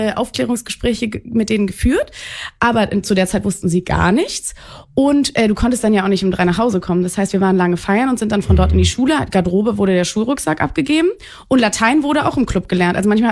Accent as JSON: {"language": "German", "region": "Berlin", "country": "Germany", "tie": "born or raised there", "said": "ich bin in Berlin groß geworden"}